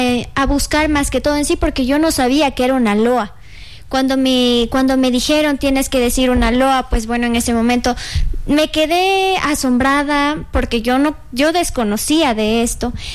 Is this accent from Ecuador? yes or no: yes; Machachi, Pichincha, Ecuador; yo no soy de aquí, de La Tacunga, yo soy de Machachi.